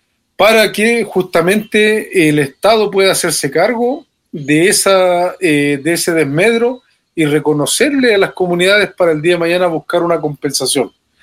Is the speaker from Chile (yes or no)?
yes; Temuco, Araucanía, Chile; yo vengo de Trañi, Trañi, un Lof mapuche, una comunidad que está dentro de la comuna de Temuco, cercano al sector de Labranza, para las personas que se ubican dentro de la región de la Araucanía.